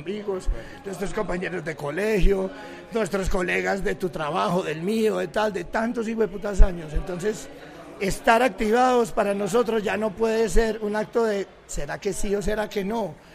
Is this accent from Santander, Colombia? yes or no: no; Pereira, Risaralda, Colombia; mi corazón sigue palpitando en mi tierra y mi gente es Pereira, Armenia, Manizales, todos los alrededores, el Valle del Cauca, porque finalmente los pereiranos somos más cercanos al valle que a Antioquia.